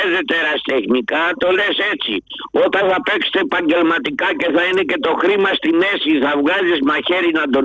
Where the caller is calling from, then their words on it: Marousi, Attica, Greece; είμαι από Μαρούσι.